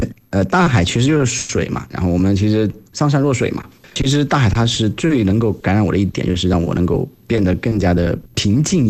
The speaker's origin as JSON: {"language": "Chinese", "region": "Sichuan", "country": "China", "tie": "born or raised there", "moved": "yes", "said": "就本身我就是在大陆长大嘛，而且我家还在盆地四川嘛"}